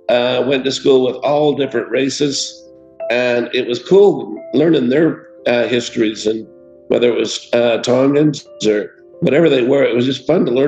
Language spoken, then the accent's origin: English; Salt Lake City, Utah, United States; born or raised there